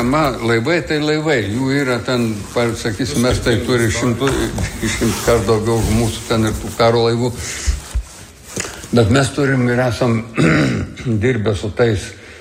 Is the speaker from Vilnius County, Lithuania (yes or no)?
no; Palanga, Klaipėda County, Lithuania; Nu, kadangi nuo 3 metų amžiaus esu palangiškis, reiškia, tai ir iš tų naujųjų palangiškių kartos, kurie moka plaukti